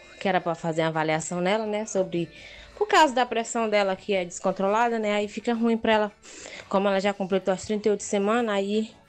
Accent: Alto Alegre do Pindaré, Maranhão, Brazil; sou de Alto Alegre do Pindaré.

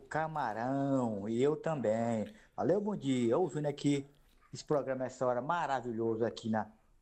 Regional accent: Maranhão, Brazil; now in Roraima, Brazil; Eu, como bom maranhense, ouvindo esse reggae maravilhoso, lembrei lá da Ilha do Amor.

